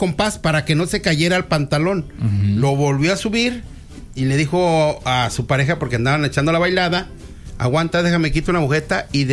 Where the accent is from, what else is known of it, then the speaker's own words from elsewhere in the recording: Mexico; uno como mexicano